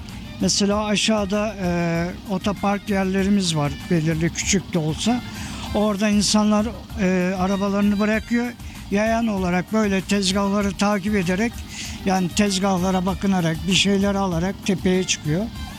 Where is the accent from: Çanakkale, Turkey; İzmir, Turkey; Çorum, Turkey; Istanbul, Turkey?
Çanakkale, Turkey; Buralıyım. Doğup büyüme buralıyım.